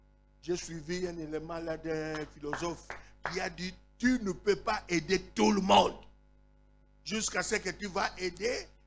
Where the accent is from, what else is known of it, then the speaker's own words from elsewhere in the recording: Kinshasa, DR Congo; chez nous, à Kinshasa, moi je suis de Kinshasa